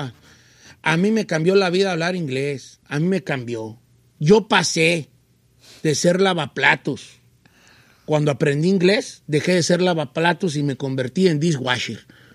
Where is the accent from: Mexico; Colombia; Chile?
Mexico; Guadalajara, Jalisco; Soy de Guadalajara, decimos éxito.